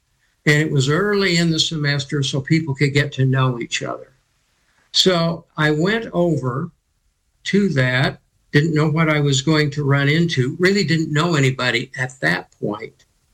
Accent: Salt Lake City, Utah, United States; Well, I'm from Salt Lake City, Utah. I was the oldest child of five.

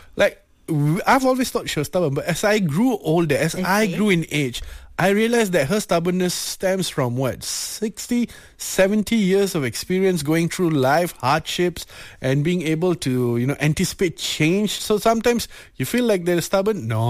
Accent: Malaysia; because I come from Felda Settlers, right? Uh-huh. So I used to stay there for a bit.

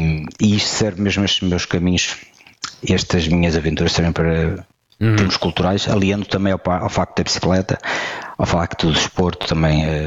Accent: Portugal; somos portugueses tão genuínos e é muito bom, é muito bom.

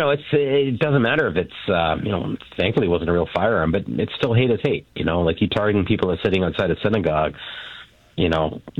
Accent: Brampton, Ontario, Canada; Like, I was born in Brampton, yeah. I was raised there. You know, the city is part of me

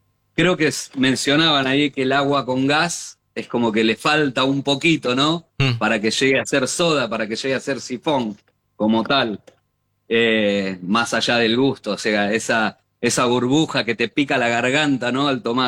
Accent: Mar del Plata, Buenos Aires Province, Argentina; also born or lived in Los Angeles, United States; now in Miami, United States; Soy oriundo de Mar del Plata. Salí de La Feliz por primera vez en el 87 rumbo a Los Ángeles, que mis viejos emigraron hace muchos años atrás. Volví para Argentina

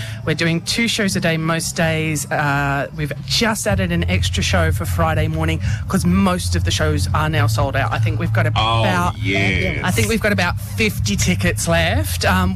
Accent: Adelaide, South Australia, Australia; We're up here from Adelaide.

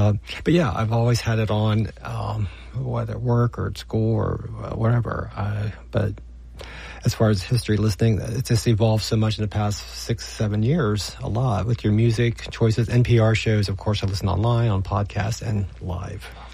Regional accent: Newark, Ohio, United States; now in Columbus, United States; Well, I moved to Columbus. I'm from Newark, Ohio. I moved to Columbus, went to High State College here

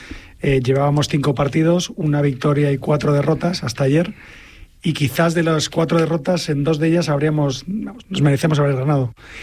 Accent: Madrid, Community of Madrid, Spain; Yo soy de Madrid, pero mi padre era de Badajoz.

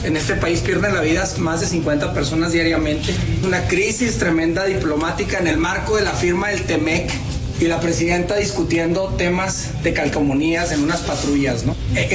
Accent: Mexico; tenemos que, como mexicanos, trabajar juntos.

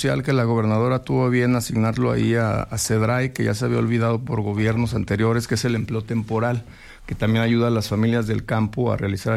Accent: El Llano, Aguascalientes, Mexico; soy de ahí, de Santa Rosa, el llano

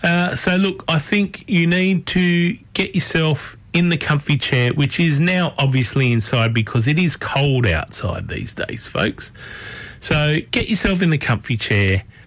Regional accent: Australia; because I'm Australian

